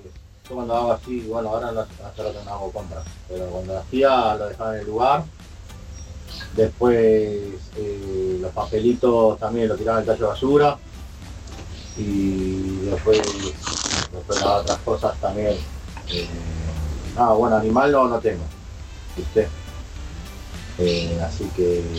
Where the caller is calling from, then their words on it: San Miguel, Buenos Aires Province, Argentina; de San Miguel, trabajando acá en la estación Las Peñas de la línea San Martín